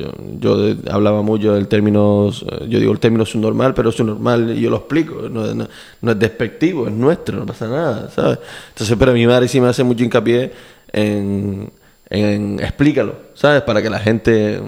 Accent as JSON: {"language": "Spanish", "area": "Fuerteventura", "region": "Canary Islands", "country": "Spain", "tie": "born or raised there", "moved": "as an adult", "lives_now": "Gran Canaria, Spain", "said": "nací en Gran Canaria, pero mi madre es profesora y me llevó para allá de pequeño. Y después realmente volví a los 20, 21 otra vez para acá."}